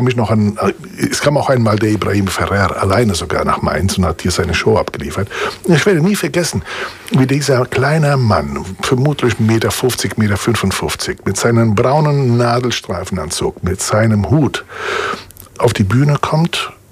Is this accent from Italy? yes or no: yes; Italy; now in Germany; kam als Italiener